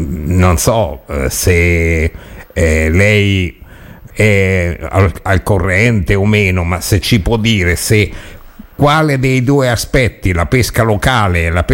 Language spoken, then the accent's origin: Italian; Loreto, Marche, Italy; Sì, sono oriundo, sono di Loreto.